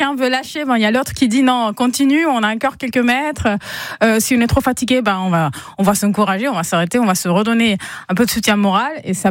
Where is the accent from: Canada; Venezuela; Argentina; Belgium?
Venezuela; Caracas, Capital District; now in Strasbourg, France; Et bonjour … On vient tous les deux de Caracas.